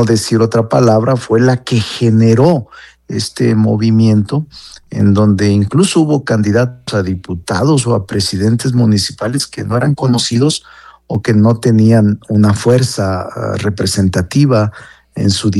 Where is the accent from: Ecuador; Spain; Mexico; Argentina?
Mexico; Zacatecas; O incluso Zacatecas, mi tierra, hombre, no yendo tan lejos, Carlos